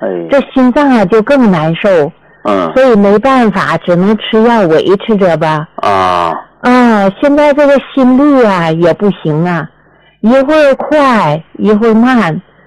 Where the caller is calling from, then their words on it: Jilin, China; 我家是吉林的